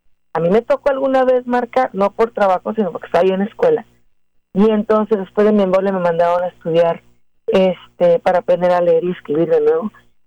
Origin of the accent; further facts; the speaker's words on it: Mexico City, Mexico; los que somos chilangos entendemos muy bien este concepto, los de Guadalajara no, son quesadillas de queso